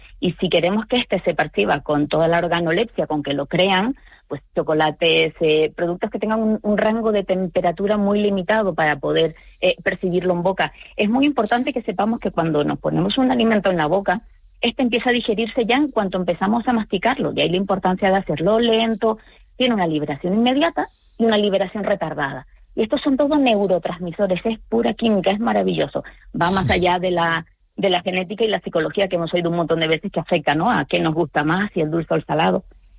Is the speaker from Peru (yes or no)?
no; Canary Islands, Spain; como buena canaria, cualquier producto que venga de nuestras islas es bienvenido a dos manos.